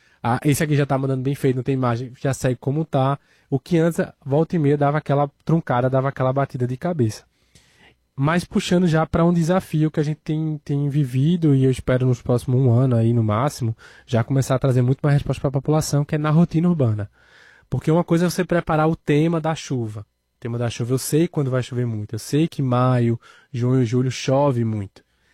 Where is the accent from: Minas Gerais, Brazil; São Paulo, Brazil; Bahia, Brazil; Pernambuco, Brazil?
Pernambuco, Brazil; Então, quando eu não sou natural de Recife, eu sou do interior do estado. Então, quando eu vim estudar aqui na Universidade Federal